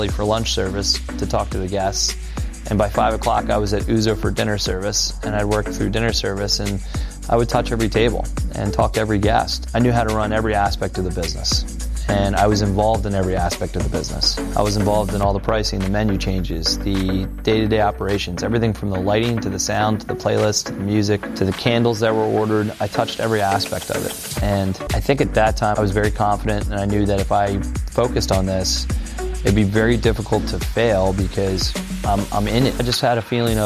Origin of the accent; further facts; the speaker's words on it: Timonium, Maryland, United States; born there; now in Baltimore, United States; I was born in Timonia, Maryland, and lived in Baltimore, Maryland here the last 17 years.